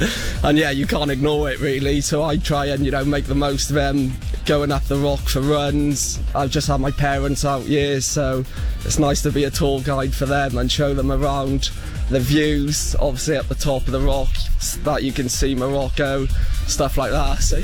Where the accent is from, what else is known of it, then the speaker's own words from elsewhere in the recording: Wales, United Kingdom; South Wales.